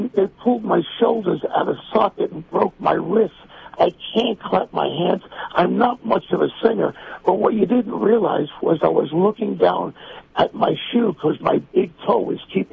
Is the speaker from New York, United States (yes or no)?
yes; New York City, New York, United States; kids born and raised in New York City